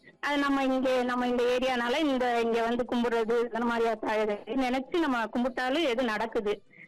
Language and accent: Tamil; Madurai, Tamil Nadu, India; நான் பிறந்து வளர்ந்ததெல்லாம் இந்த சிம்மக்கல்லியா. நான் பிறந்ததுல இருந்து இந்த சின்ன பிள்ளையில இருந்து இந்த கோயிலுக்கு வந்துகிட்டு இருக்கேன். இப்ப எனக்கு 50 போகுது.